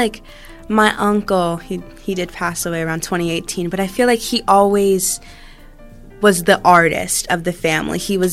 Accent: Virginia, United States; I was born and raised in Virginia, so he took me to see this extravagant dance show

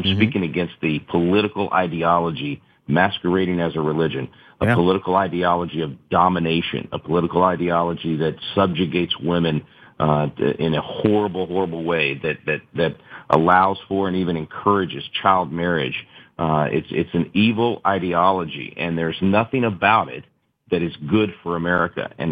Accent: Texas, United States; frankly where I grew up in the Dallas Fort Worth area, my old high school is one of the ones that's been highlighted

